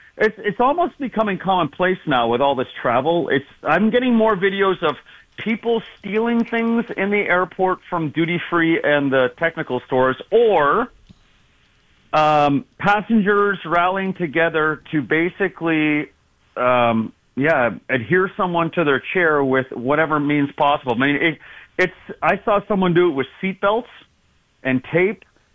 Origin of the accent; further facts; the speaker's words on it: Canada; your boy as a Canadian who grew up without guns